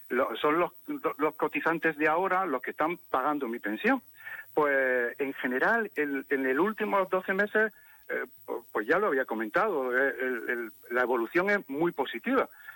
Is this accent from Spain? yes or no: yes; Motril, Andalusia, Spain; Yo soy de Motril y vivo y veraneo aquí en la zona de la costa